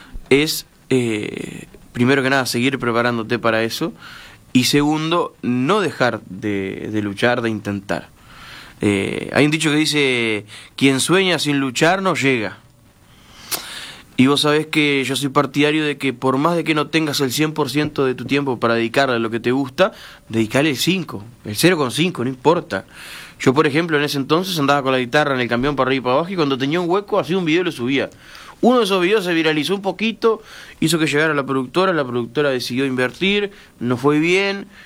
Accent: Mendoza, Argentina; Yo soy de Mendoza

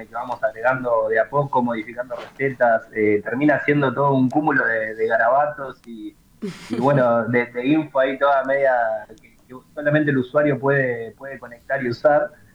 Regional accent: Piriápolis, Maldonado, Uruguay; Soy de Punta Fría, exactamente.

